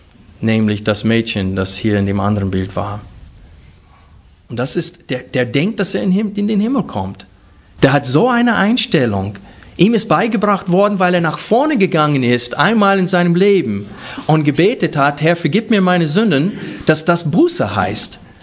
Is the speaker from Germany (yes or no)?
no; United States; Als ich letztes Jahr um diese Jahreszeit in Amerika war, habe ich wo ich aufgewachsen bin, meine Verwandten besuchen können.